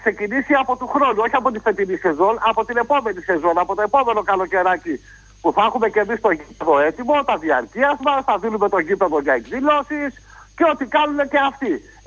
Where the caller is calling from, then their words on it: Athens, Attica, Greece; οπαδός Ολυμπιακό από Αθήνα.